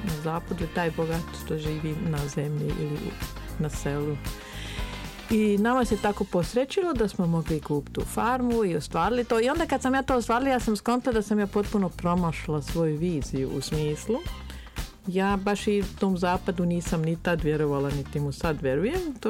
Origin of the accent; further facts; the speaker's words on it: Switzerland; moved away as an adult; now in Boškovići, Serbia; Ja sam odrasla u Švajcarskoj i moj ujak je imao farmu. Ja sam kao dijete bila puno na selu